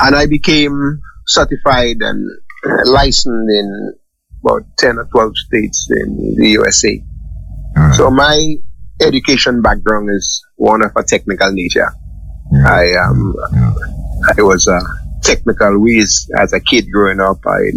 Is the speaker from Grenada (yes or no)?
yes; Saint Andrew, Grenada; I was born in Munich, St. Andrews, in Bamboo, a place called Bamboo to be exact, what you call in the mountains of Grenada.